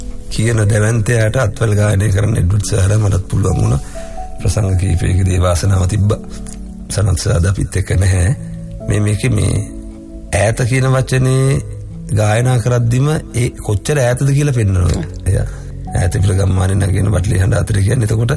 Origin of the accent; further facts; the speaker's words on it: Payagala, Western Province, Sri Lanka; born there; ඔහු අපේ ගම කිට්ටුව පයගල.